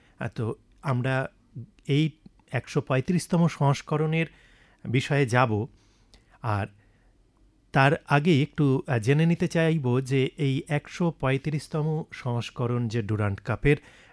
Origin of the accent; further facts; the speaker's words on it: India; আমরা একজন ভারতীয় হিসেবে গর্ববোধ করতেই পারি।